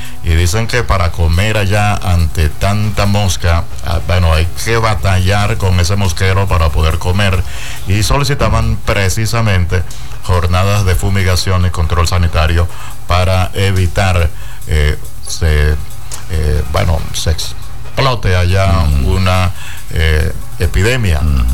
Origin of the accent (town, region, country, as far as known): Caripito, Monagas, Venezuela; born or raised there